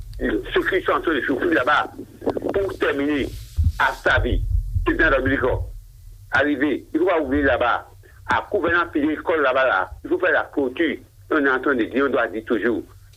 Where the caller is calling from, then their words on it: Ouidah, Atlantique, Benin; Je vous appelle de Ouida, quartier Sobadi.